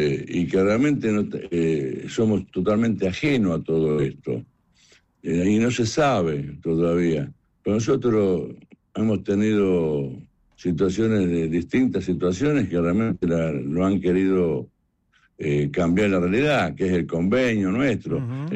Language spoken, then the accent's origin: Spanish; Buenos Aires, Argentina; Yo vengo de Buenos Aires, hay más de 10.000 personas en la calle, durmiendo en la calle